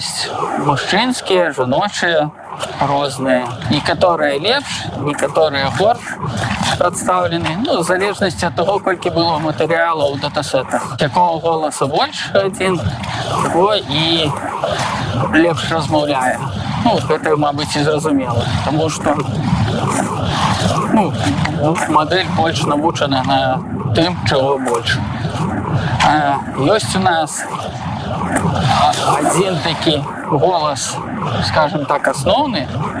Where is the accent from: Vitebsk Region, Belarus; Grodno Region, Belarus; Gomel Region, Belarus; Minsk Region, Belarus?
Minsk Region, Belarus; Kletsk; Ось я з Клецку, там паказваецца на мапе. Ось у нас тут такое маўленне.